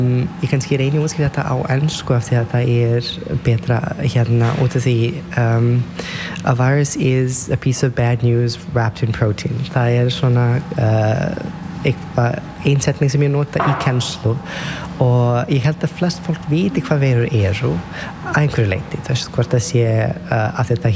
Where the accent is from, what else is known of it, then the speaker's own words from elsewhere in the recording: Serbia; Icelandic is a second language; moved away as an adult; now in Iceland; Ég ást upp í Serbíu og ég byrjaði þar í læknisfræði í 2013 eitthvað svo leis en svo bara ákveði ég að mér langar ekki að búa í Serbíu lengur, mér langar að flýta til Íslands